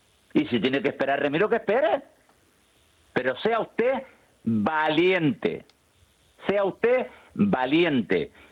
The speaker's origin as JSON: {"language": "Spanish", "region": "Canary Islands", "country": "Spain", "said": "yo soy canario"}